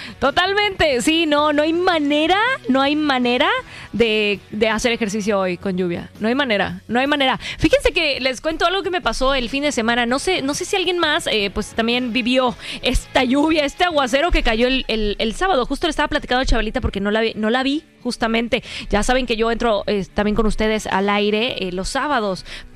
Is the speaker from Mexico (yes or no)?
yes; Yucatán, Mexico; Somos yucatecos, efectivamente somos yucatecos, de esta galletera yucateca que todos conocemos perfectamente bien.